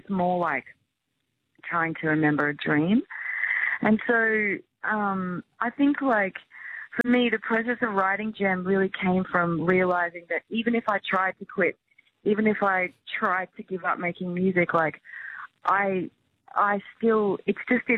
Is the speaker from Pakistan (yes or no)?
no; Queensland, Australia; I'm from Queensland, so I took this, you know … quite seriously.